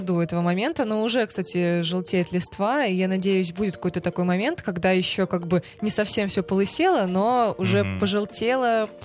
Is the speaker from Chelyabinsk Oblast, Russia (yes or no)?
yes; Magnitogorsk, Chelyabinsk Oblast, Russia; Я в тот момент переезжала в Якутию. И мой путь начинался с моего родного города Магнитогорска, Челябинская область.